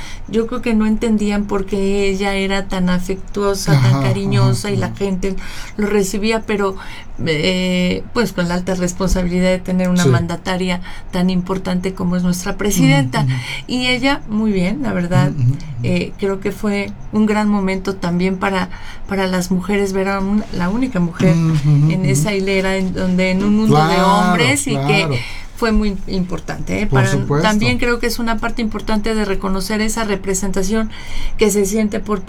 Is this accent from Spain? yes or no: no; Mexico; nos da un lugar importante como mexicanos